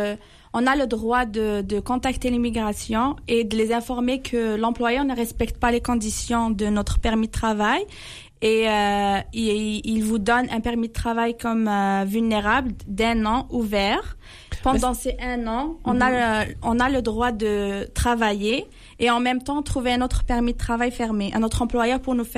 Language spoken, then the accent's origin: French; Algeria; moved away as an adult; now in Canada; Je suis algérienne.